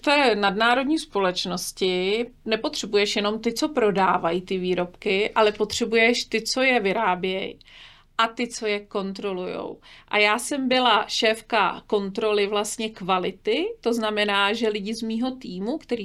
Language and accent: Czech; Studená, South Bohemian Region, Czechia; moved away as an adult; also born or lived in Prague; pocházím ze Studené, což je u Jindřichova Hradce